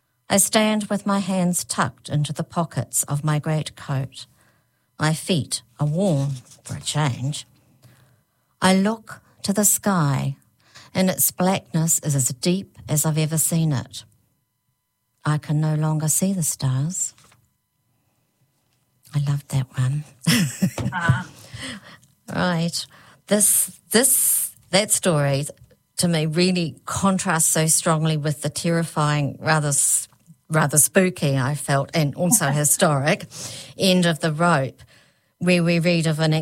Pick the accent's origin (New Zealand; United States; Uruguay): New Zealand; accent: Kiwi; my Kiwi accent.